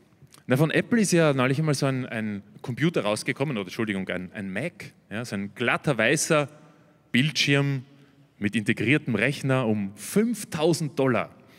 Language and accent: German; Austria; Also ich komme aus Österreich